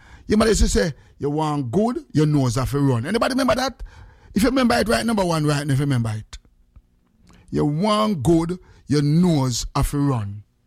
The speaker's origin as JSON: {"language": "English", "country": "Jamaica", "said": "And a lot of us as Jamaican, we have this little style, say, oh, no boy, no, no girl, no, use me, no."}